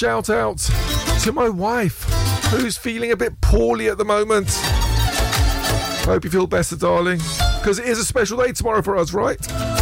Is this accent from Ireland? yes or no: no; London, United Kingdom; Being a Londoner, of course I want Chelsea to win, right?